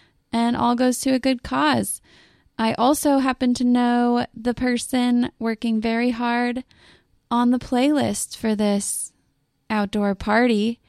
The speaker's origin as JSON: {"language": "English", "region": "Indiana", "country": "United States", "moved": "yes", "said": "I am from Indiana"}